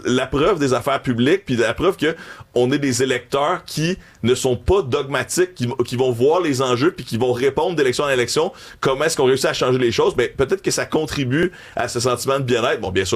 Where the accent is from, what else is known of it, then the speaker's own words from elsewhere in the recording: Quebec, Canada; On raconte, on est un peuple qui se raconte. On est la tradition orale, c'est porté chez nous.